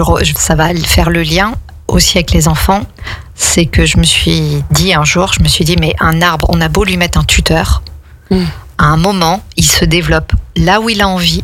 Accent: Strasbourg, Grand Est, France; now in Aix-les-Bains, France; déjà enfant, je suis strasbourgeoise et j'habitais pas au centre-ville, mais vraiment la périphérie qui est vraiment juste à côté. Et il y avait encore forêt urbaine, il y avait encore les champs et tout à l'époque.

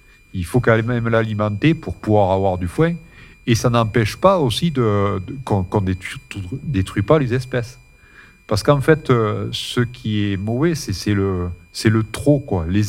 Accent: Usclades-et-Rieutord, Auvergne-Rhône-Alpes, France; je suis né ici, je suis né à Usklad. Et donc, du coup, depuis longtemps, depuis des siècles, on est sur ce territoire.

